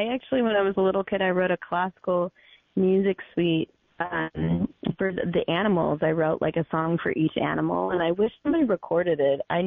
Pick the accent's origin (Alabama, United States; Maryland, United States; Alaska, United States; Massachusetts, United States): Alaska, United States; now in Denver, United States; I'm from the Eagle Clan, and I'm Simshian and Sukpiak. I grew up in Alaska, and I'm currently based in Denver, Colorado.